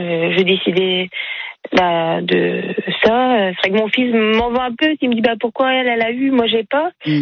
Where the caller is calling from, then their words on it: Landerneau, Brittany, France; j'appelle de Landerneau, dans le Finistère, à côté de Brest.